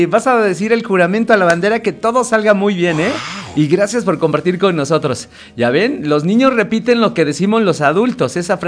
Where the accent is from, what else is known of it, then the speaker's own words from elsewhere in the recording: Mexico; nosotros como mexicanos podemos ir de frase en frase en frase